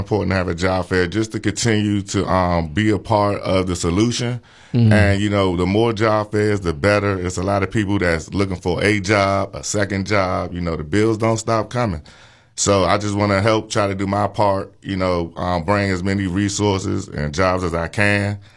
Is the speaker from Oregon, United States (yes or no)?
no; Washington, District of Columbia, United States; I'm from D.C.